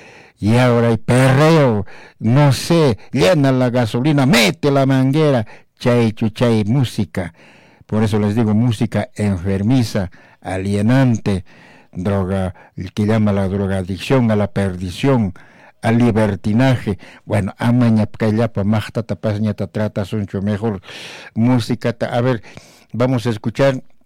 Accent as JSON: {"language": "Spanish", "country": "Peru", "said": "el campesino, nosotros, los indios, somos dueños del Perú."}